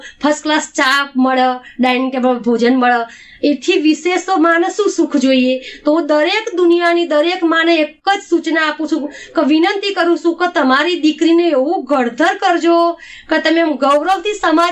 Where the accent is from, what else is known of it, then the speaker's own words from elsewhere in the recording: Santhal, Gujarat, India; moved away; મારું જે વતન છે મહેસાણા જિલ્લાનું સાંથલ ગામ